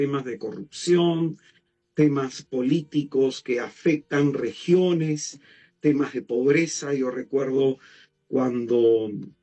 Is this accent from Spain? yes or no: no; Peru; uno como peruano